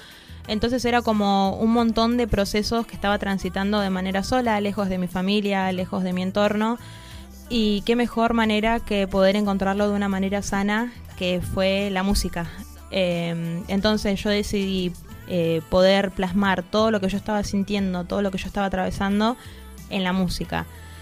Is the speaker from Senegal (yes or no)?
no; Trelew, Chubut, Argentina; moved away as an adult; also born or lived in Comodoro Rivadavia; now in Buenos Aires, Argentina; Yo soy de Trelew, o sea, si bien nací en Comodoro, me crié en la ciudad de Trelew, en Chubut.